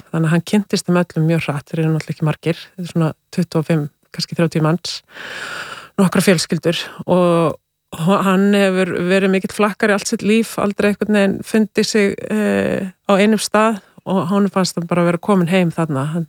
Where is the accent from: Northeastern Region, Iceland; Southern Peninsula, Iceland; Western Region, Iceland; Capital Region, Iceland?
Western Region, Iceland; Grundarfjörður; ég er sjálf frá Grundarfirði